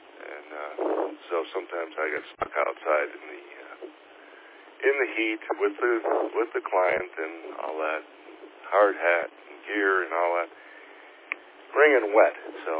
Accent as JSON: {"language": "English", "town": "Chicago", "region": "Illinois", "country": "United States", "tie": "born or raised there", "moved": "yes", "lives_now": "West Valley, Arizona, United States", "said": "I grew up in Chicago"}